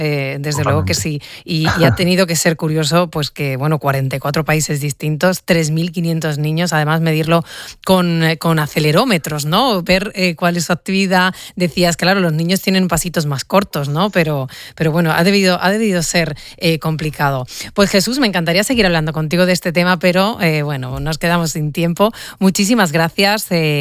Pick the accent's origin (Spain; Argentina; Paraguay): Spain; Seville, Andalusia; estos días los sevillanos tenemos la oportunidad de conocer su faceta de creador